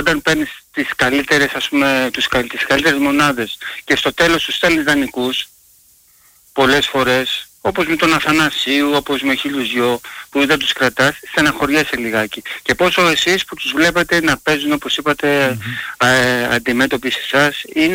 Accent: Greece; από Κάλινο, μιλάμε πρώτη φορά.

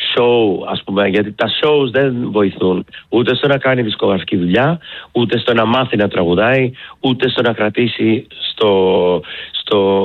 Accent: Greece; Θέλω να είμαι ο Έλληνας. Η Ελλάδα είναι η πατρίδα μου, την Ελλάδα αγαπώ, η Ελλάδα μου έχει δώσει τόσα πολλά.

